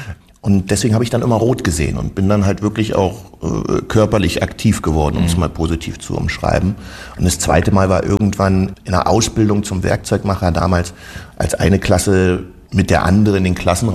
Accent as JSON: {"language": "German", "country": "Germany"}